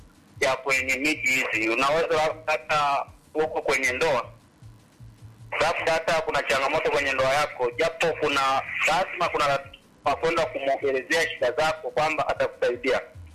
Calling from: Bushigoma, Tanzania; Dada, mimi natokea Konda Bushigoma … napiga simu kutoka Bushigoma kwa Tore.

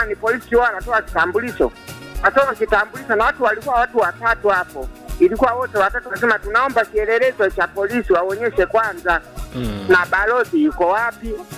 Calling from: Mafinga, Iringa, Tanzania; Natokea Mafinga Ruganga

